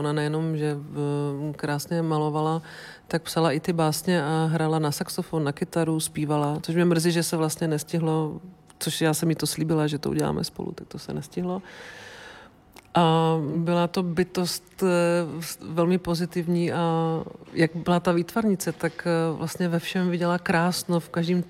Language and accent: Czech; Třinec, Moravian-Silesian Region, Czechia; že jsem z Třince teda, že Třinec, Těšínsko, ty nevraživosti mezi Polákama a Čechama tam byly